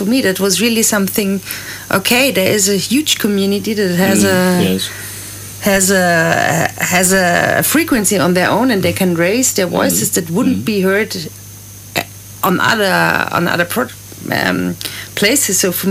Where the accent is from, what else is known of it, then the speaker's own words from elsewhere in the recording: Salzburg, Austria; English is a second language; Yes, that's my hometown.